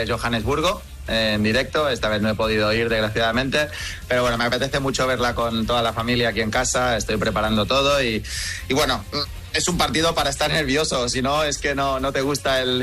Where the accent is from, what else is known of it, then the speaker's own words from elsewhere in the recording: Spain; Y el fútbol es el... como buen español es el deporte rey